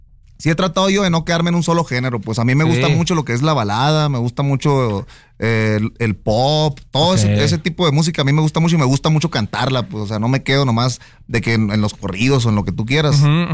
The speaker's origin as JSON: {"language": "Spanish", "town": "Ciudad Obregón", "region": "Sonora", "country": "Mexico", "said": "Yo soy de Ciudad Obregón, entonces fue el primer tema que quise sacar."}